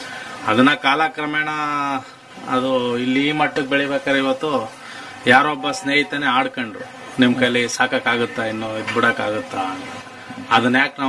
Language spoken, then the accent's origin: Kannada; Malavalli, Karnataka, India; ಇದು ನನ್ನ ಜಿಲ್ಲೆದು, ನನ್ನ ತಾಲೂಕು, ನನ್ನ ಗ್ರಾಮದು.